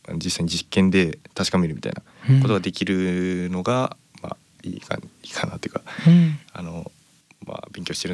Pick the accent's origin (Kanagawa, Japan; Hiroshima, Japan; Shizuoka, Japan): Shizuoka, Japan; moved away as an adult; now in Kanazawa, Japan; 私は静岡県出身で、南海トラフっていう結構でかい災害が予想されている場所なんですけど、